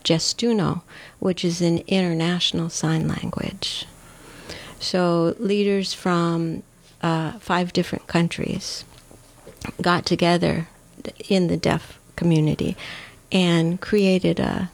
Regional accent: England, United Kingdom; moved away; also born or lived in Ohio, United States; I didn't come into this world at this age. Made in England, born in Ohio, moved to England when I was a child, lived there for

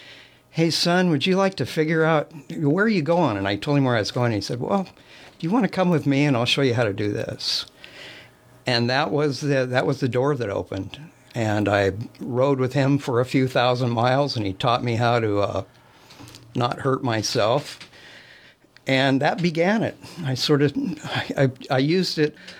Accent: Klamath Falls, Oregon, United States; I was raised in around Klamath Falls, Oregon.

